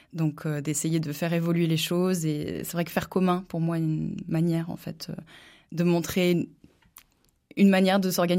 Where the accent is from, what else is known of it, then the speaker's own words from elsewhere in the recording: Brittany, France; moved away as an adult; now in Charente, France; Donc, moi, je suis bretonne, donc il y a eu cette partie-là. Puis, j'ai beaucoup voyagé pour mes études